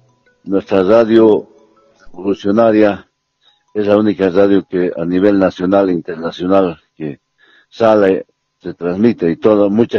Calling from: Cochabamba, Bolivia; de aquí de Villas de Imero.

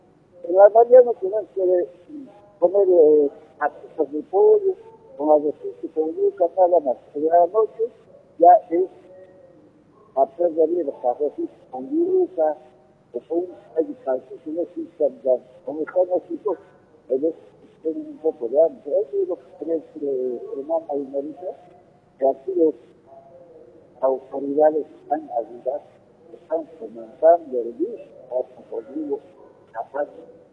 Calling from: Bolivia; nosotros como bolivianos

